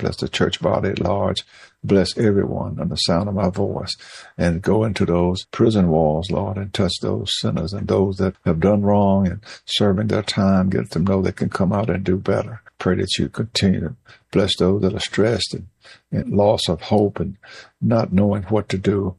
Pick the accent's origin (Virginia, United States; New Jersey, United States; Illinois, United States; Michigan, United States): Virginia, United States; Cascade; we will join our pastor at the Holy Tabernacle Church in Cascade, Virginia, my hometown.